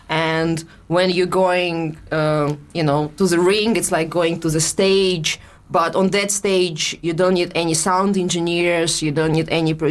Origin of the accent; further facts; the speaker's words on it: Russia; accent: Russian; I think it's my Russian accent, because truly when I sing...